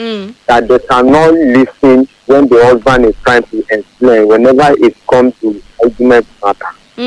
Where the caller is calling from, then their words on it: Abuja, Federal Capital Territory, Nigeria; from Abuja.